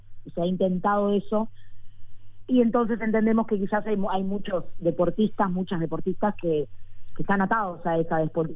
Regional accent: Uruguay

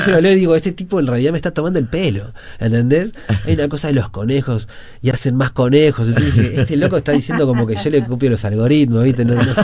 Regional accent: Uruguay; Soy un tipo, soy tan uruguayo que extraño mucho cuando me voy, ¿sabes?

